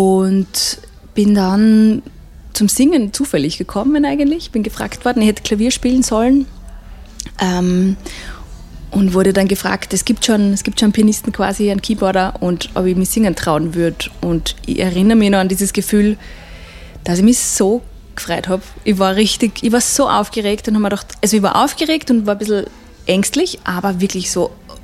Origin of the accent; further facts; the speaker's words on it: Neusiedl am See, Burgenland, Austria; Also ich bin eben in Neusiedl am See aufgewachsen und bin auch mit Volksmusik quer durch aufgewachsen.